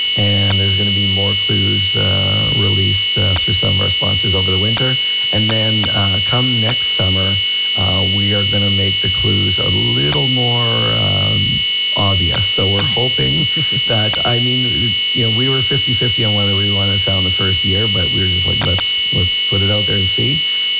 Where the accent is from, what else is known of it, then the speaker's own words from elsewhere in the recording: Thunder Bay, Ontario, Canada; I grew up in Thunder Bay my whole life